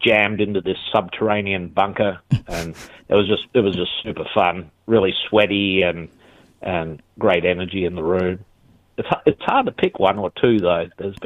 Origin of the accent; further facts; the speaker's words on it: Australia; being an Australian kid growing up